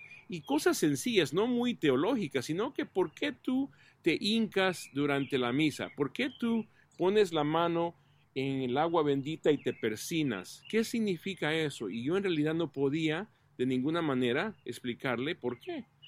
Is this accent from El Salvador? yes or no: yes; El Salvador; moved away; nosotros, mis papás muy católicos, vinimos de El Salvador hace más de 40 años